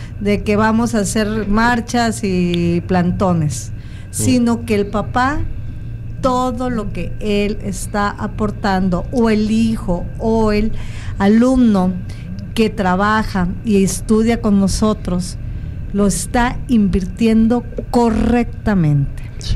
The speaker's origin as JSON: {"language": "Spanish", "country": "Mexico"}